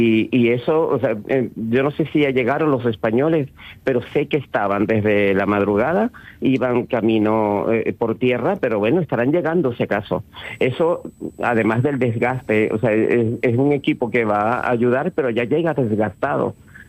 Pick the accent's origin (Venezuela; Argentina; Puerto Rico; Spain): Venezuela; Maracaibo, Zulia; Tenía un hermano que vivió allí algún tiempo, pero yo soy maracucho y la zona más lejana del epicentro.